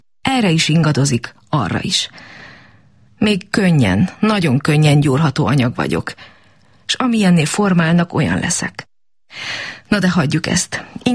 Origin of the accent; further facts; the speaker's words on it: Dej, Cluj County, Romania; Egy másik eset a szülővárosomban, Désen játszódott le.